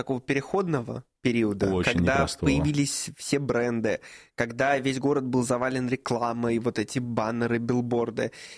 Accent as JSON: {"language": "Russian", "region": "Moscow", "country": "Russia", "tie": "born or raised there", "said": "я вот как коренной москвич скажу тебе"}